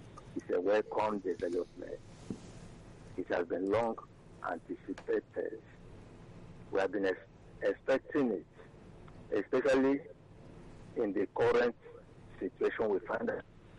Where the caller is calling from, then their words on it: Nigeria; I'm calling from Eba.